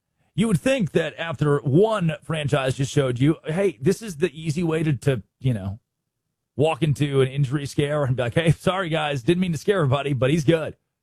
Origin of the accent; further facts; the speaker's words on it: Valonia, Arkansas, United States; Where I grew up in Valonia, Arkansas. That was benign within itself.